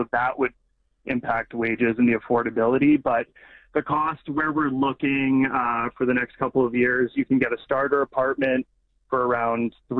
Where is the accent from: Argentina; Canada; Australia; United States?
Canada; Ottawa, Ontario; I grew up in Ottawa. My parents don't live there anymore.